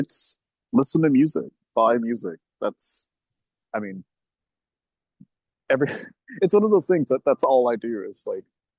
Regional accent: Alabama, United States; moved away; People are like, where are you from? You say Alabama

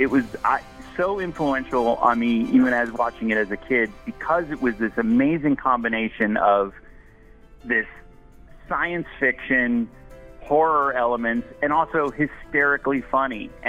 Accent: Vernon, New Jersey, United States; born there; moved away as an adult; also born or lived in Bethpage, Long Island, New York; now in Los Angeles, United States; I went to high school up in this town, and I was born out in Bethpage, Long Island, so I'm a New York, New Jersey boy, definitely.

